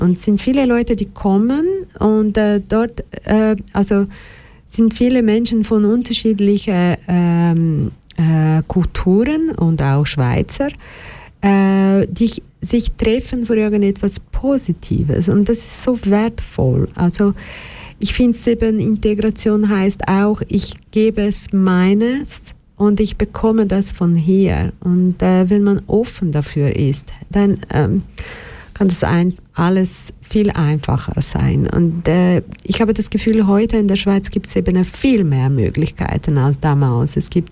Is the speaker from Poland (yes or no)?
no; Brazil; Ich bin Brasilianerin, ich liebe Tanzen und Singen und alles.